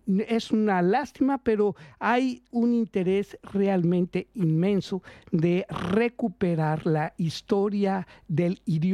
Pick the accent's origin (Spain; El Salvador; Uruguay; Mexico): Mexico; Yo desgraciadamente les voy a decir que como mexicano, pues ni ninguno de estos idiomas pues ha sido, no es que no hayan sido de mi interés, no han sido de mi práctica cotidiana.